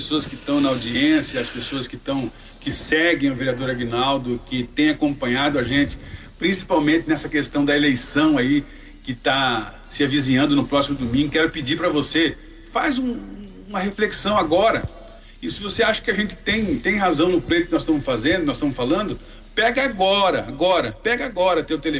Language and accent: Portuguese; Brazil; nós somos brasileiros